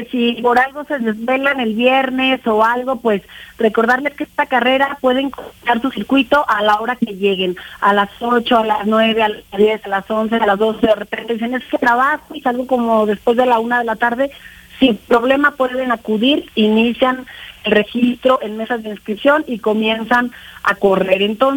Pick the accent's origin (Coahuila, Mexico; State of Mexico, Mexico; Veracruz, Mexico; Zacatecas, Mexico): Zacatecas, Mexico; somos los zacatecanos